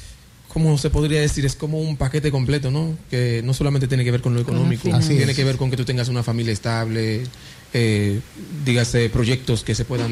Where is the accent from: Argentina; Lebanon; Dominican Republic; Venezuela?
Dominican Republic; como decimos en buen dominicano